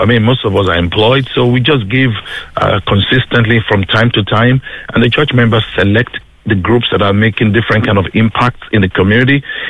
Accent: Nigeria; now in Ireland; I'm originally from Nigeria, and my wife, she's from Tipperary. I came over to Ireland about 20.

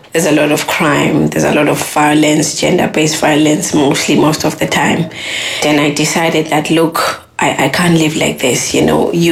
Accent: South Africa; now in Ireland

